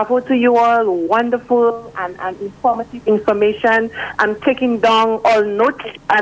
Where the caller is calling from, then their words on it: St. Lucia; I'm calling from Hen St. Lucia.